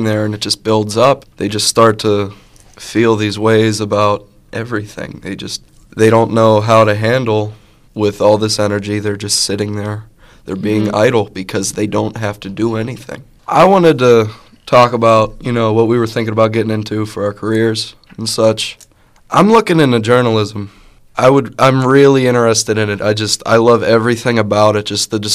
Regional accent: Carrick, Pennsylvania, United States; I'm a sophomore from Carrick.

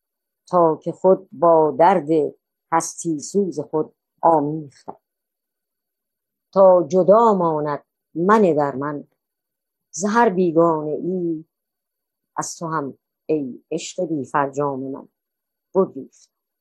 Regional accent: Sarcheshmeh, Iran; born there; moved away; من در ایران در سرچشمه به دنیا آمدم.

